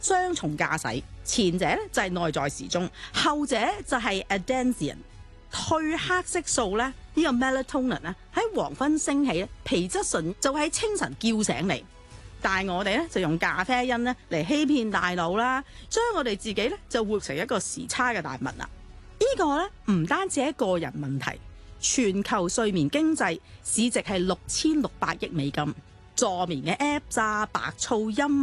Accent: Hong Kong; 我们香港人

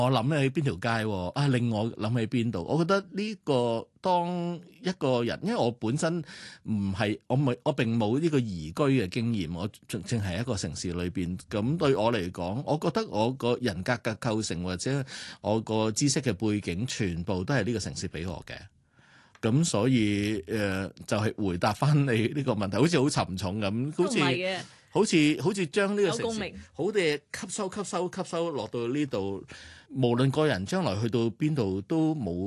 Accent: Hong Kong; 我未试过喺第二啲地方居住，其他都系旅居几个月唔计啦，咁样好短啊。我未试过去外国读书工作，我喺度出生

